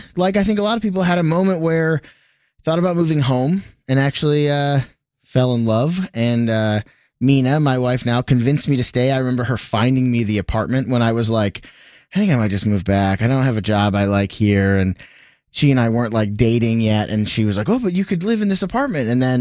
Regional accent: Michigan, United States; Even larger outbreak in my home state of Michigan.

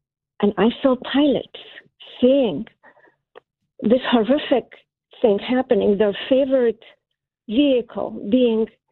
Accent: Iraq; I'm from Iraq, and back then I knew right away that something will happen, like a war will happen.

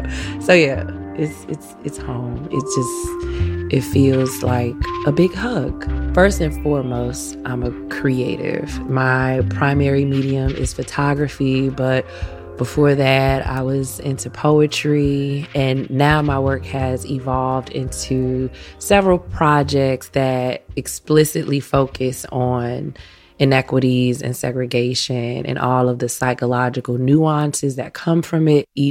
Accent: Chicago, Illinois, United States; I am from Inglewood, Southside Chicago, born, raised. It's home.

